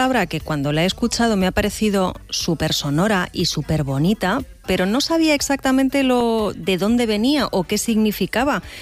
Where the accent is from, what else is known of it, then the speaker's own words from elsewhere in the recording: Badajoz, Extremadura, Spain; sí, soy de Badajoz, soy rayana, no hablo portugués